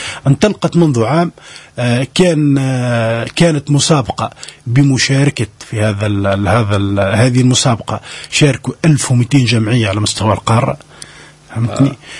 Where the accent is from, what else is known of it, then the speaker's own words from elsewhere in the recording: Tunisia; احنا في تونس